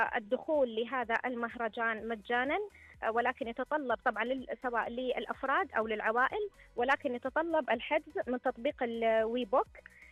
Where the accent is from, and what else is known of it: Taif, Makkah Province, Saudi Arabia